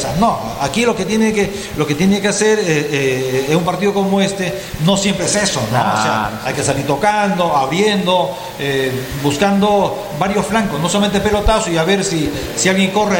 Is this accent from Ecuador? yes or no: no; El Cocuy, Boyacá, Colombia; Yo creo que envidia sana tenemos los que venimos de Cocuy, en donde solamente tenemos campo deportivo, no un escenario, no un estadio como lo que tienen ustedes